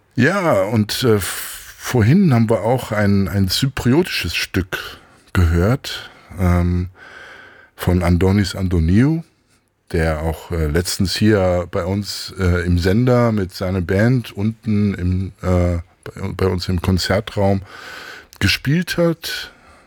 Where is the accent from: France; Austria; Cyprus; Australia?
Cyprus; first language Greek; German is a second language; moved away; ich bin ja auf Zypern geboren, entsprechend und aufgewachsen. So entsprechend bin ich quasi mit Griechisch aufgewachsen. Besser gesagt zypriotisch. Das ist nochmal so ein Dialekt.